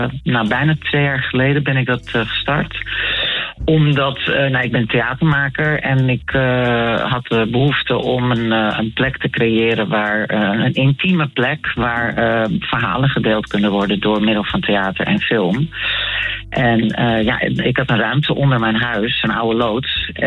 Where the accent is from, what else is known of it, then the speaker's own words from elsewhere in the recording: Amsterdam, North Holland, Netherlands; ik ben een geboren en getogen Jordanees. En ik woon er nog steeds met heel veel plezier.